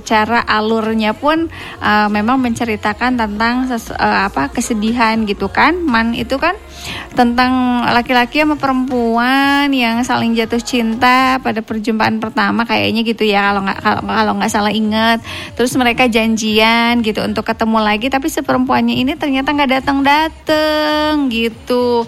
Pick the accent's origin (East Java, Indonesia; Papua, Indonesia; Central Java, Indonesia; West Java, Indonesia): West Java, Indonesia; Karena kita orang Sunda gitu ya.